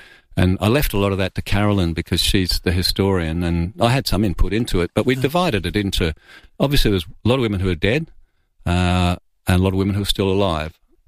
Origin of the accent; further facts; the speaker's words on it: England, United Kingdom; born there; Yeah, because I was born in England. I didn't have a British passport.